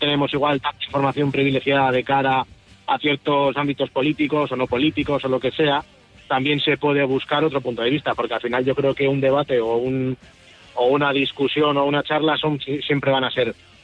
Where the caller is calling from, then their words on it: Portugalete, Basque Country, Spain; yo soy de Portugalete